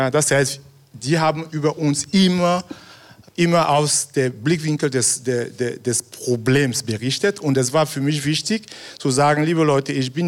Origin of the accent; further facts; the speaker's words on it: Cameroon; now in Austria; Ich komme aus Kamerun